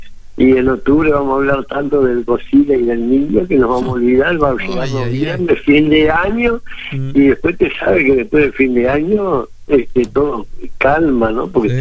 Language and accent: Spanish; Salto, Uruguay; yo me crié ahí en el Zarzal